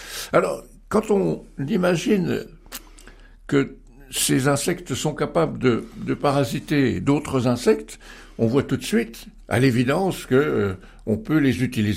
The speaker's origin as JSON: {"language": "French", "country": "France", "said": "chez nous, en France"}